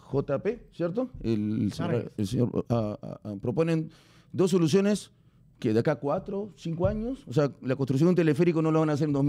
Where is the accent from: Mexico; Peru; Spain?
Peru; Lima; Soy vecino limeño